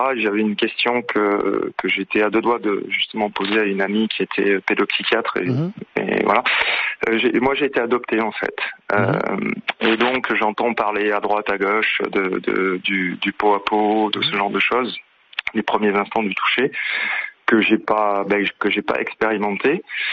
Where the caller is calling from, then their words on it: Bayonne, Nouvelle-Aquitaine, France; Je suis de Bayonne